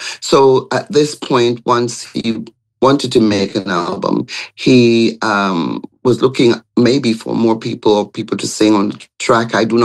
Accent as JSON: {"language": "English", "country": "Jamaica", "said": "I am Jamaican in and out."}